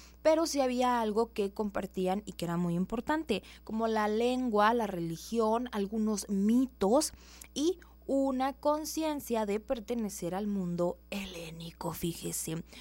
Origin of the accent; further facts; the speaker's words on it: Mexico; somos los indios mexicanos.